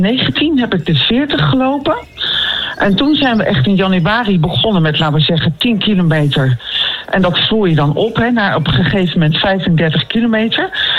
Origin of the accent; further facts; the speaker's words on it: Nijmegen, Gelderland, Netherlands; born there; moved away; ik ben deels opgegroeid in Nijmegen.